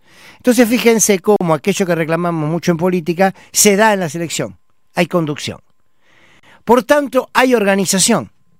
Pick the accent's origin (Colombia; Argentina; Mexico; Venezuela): Argentina